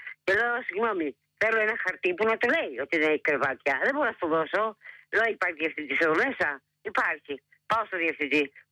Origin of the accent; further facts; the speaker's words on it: Chalkida, Central Greece, Greece; Γιατί είμαι από τη Χαλκίδα και δεν τη γυρίζω πίσω.